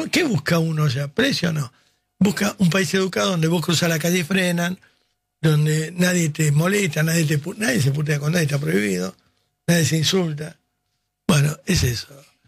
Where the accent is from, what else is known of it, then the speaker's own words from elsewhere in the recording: Argentina; Yo ya como argentino